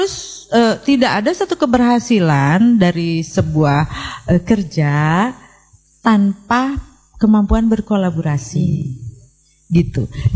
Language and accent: Indonesian; West Java, Indonesia; Jadi mari kita biasakan nih sebagai orang Sunda, jangan banyak mengeluh.